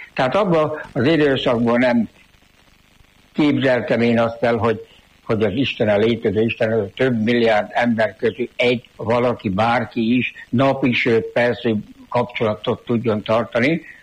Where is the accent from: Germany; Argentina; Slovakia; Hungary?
Hungary; Törtel, Pest; Magamról röviden, Cegléd mellett 10 kilométerre lévő kis faluban Törtelen születtem, ott is még Tanyán, bábasszonynál, és 9-en voltunk testvérek. Petroleum lámpánál nőttem fel